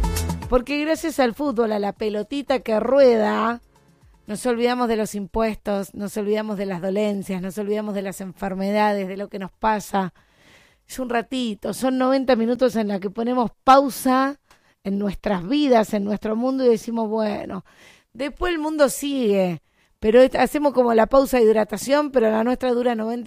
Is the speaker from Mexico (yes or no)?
no; Argentina; Somos patriotas, somos muy argentinos, llevamos, ay, ay, ay, llevamos en la piel los colores celeste y blancos.